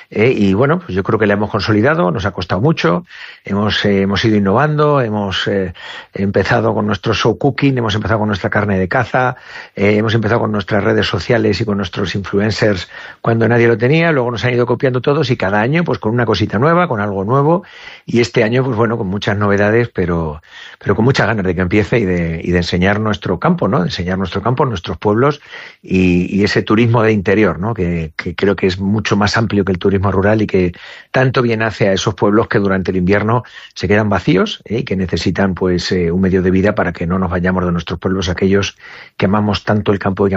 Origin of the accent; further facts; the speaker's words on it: Castilla-La Mancha, Spain; Hoy estoy yo de romería aquí en mi pueblo, en la Virgen de las Virtudes.